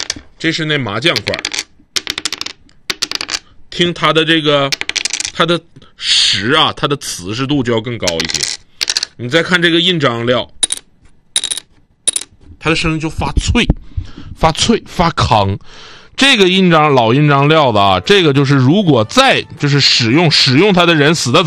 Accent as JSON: {"language": "Chinese", "region": "Northeast China", "country": "China", "said": "广播节目尤其我是东北人，有的时候吧这属于叫方言节目"}